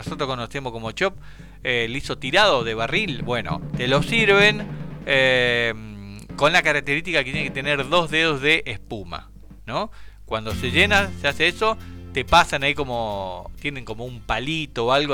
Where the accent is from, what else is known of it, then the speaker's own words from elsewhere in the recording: Santa Fe, Argentina; Yo soy de Santa Fe